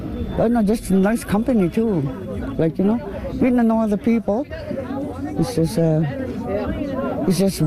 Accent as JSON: {"language": "English", "town": "Rigolet", "region": "Newfoundland and Labrador", "country": "Canada", "said": "I'm originally from Rigolet"}